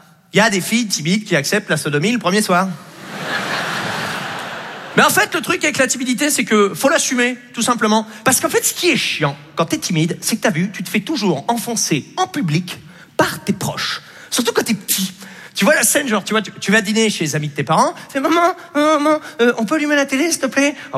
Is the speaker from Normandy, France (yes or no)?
yes; Normandy, France; J'ai grandi en Basse-Normandie, et une... et une psy en Basse-Normandie, on va relativiser, c'est pas pareil, non.